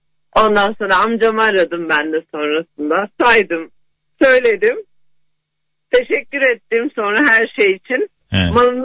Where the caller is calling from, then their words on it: Istanbul, Turkey; İstanbul Kartal'dan arıyorum.